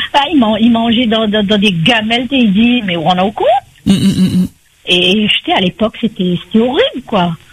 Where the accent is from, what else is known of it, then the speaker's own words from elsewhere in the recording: Saint-Paul, Réunion; Moi je suis originaire de Belmène.